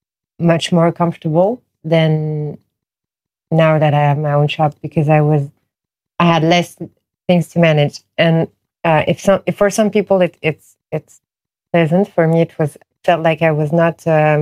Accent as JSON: {"language": "English", "town": "Paris", "region": "Île-de-France", "country": "France", "tie": "born or raised there", "said": "Because for me, and I was born and raised in Paris, so I think for a lot of other Parisians too, you don't go to Opéra unless it's more for tourists."}